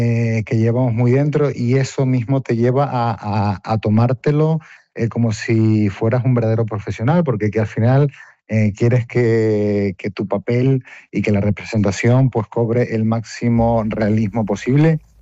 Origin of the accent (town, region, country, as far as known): Barlovento, Canary Islands, Spain